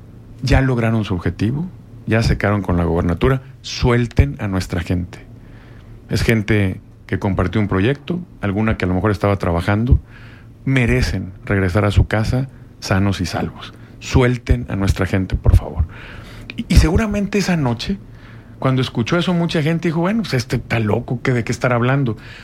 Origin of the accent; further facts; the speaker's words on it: Sinaloa, Mexico; yo soy sinaloense, toda mi familia vive allá, mi esposa, mis hijos, mis nietos, ya soy abuelo, tengo una nieta de 2 años y una de 2 meses.